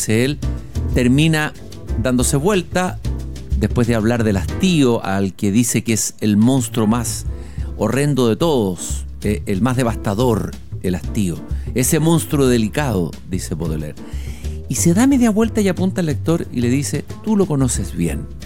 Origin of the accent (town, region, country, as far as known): Chile